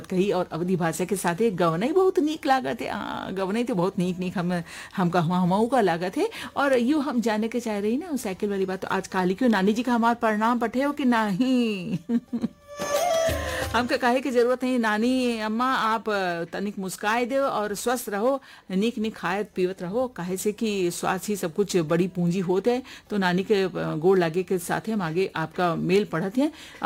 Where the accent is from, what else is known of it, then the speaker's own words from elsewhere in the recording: Katra, Uttar Pradesh, India; कटरा बारामंकी का रहने वाला हूँ